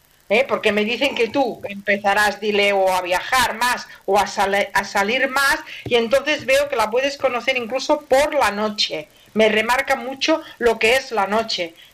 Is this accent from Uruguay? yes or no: no; Barcelona, Catalonia, Spain; soy de Barcelona, anda que no se me nota a mí el acento que llevo.